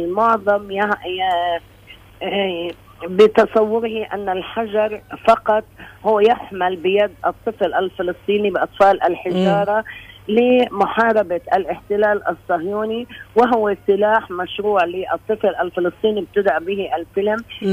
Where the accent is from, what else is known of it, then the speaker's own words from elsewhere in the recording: Palestine; ونحن بفلسطين